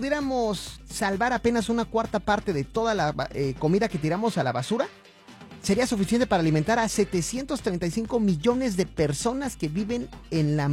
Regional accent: Mexico; now in United States; Y yo crecí, pues tú creciste en México igual que yo

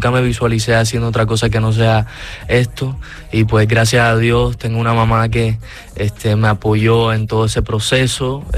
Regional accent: Puerto Rico; de Puerto Rico. Y pues yo desde pequeño siempre he tenido una gran pasión hacia la arte en general.

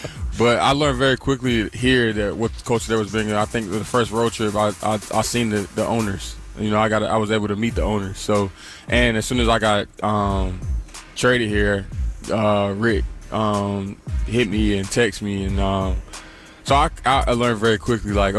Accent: North Carolina, United States; I kind of already know how to, like, maneuver here and know about a lot of stuff because I'm obviously from North Carolina.

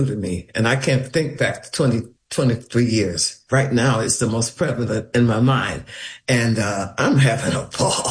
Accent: Alabama, United States; Well, I'm from the South.

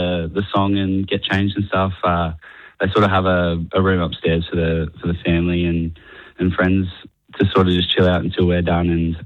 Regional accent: Adelaide, South Australia, Australia; I'm from Adelaide, so pretty lucky to have a lot of family members there.

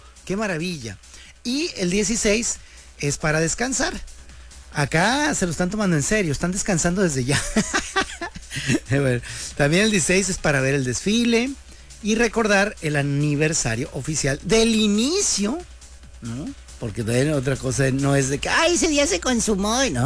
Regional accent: Mexico; seamos mexicanos

